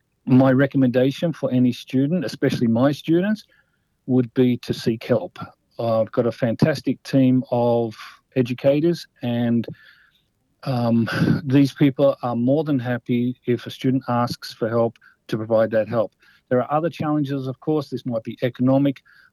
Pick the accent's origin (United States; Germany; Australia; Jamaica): Australia; Parramatta, New South Wales; I'm not from the highest socioec environment. I was raised in Parramatta, born in Parramatta. I'm still a Parramatta boy. And I was exposed right from childhood to different languages.